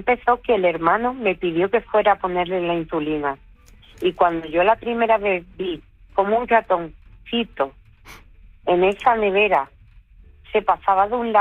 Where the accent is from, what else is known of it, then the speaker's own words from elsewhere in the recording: Medina Sidonia, Andalusia, Spain; Soy de Medina Sidonia, Cádiz. Soy de pura.